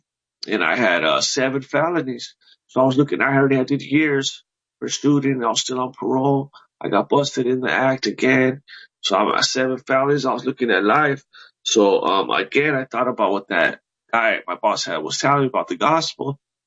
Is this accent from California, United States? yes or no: yes; La Puente, California, United States; I'm from La Puente, California.